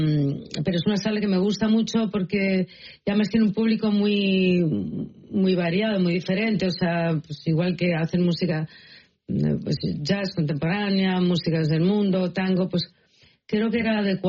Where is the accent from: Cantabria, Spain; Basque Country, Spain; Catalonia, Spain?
Catalonia, Spain; also born or lived in Madrid / Boston; now in Paris, France; A mí cuando me preguntan si me siento, yo qué sé, catalana, digo, cuando estoy en Madrid me siento catalana, cuando estoy en París me siento quizá española, cuando estaba en Boston me sentía europea